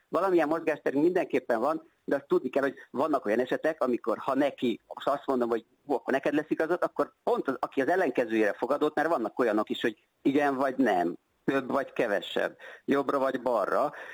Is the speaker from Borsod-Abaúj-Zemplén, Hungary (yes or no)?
no; Makó, Csongrád-Csanád, Hungary; now in Kecskemét, Hungary; Egyébként makói vagyok.